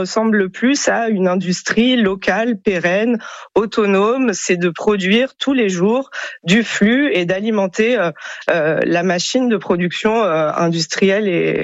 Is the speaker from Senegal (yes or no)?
no; Marseille, Provence-Alpes-Côte d'Azur, France; en tant que Marseillaise et Marseillais